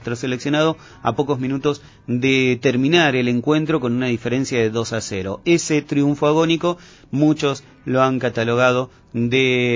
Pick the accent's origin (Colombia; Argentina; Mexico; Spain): Argentina